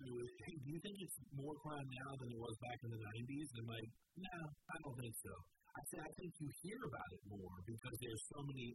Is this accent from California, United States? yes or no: no; Richmond, Virginia, United States; born or raised there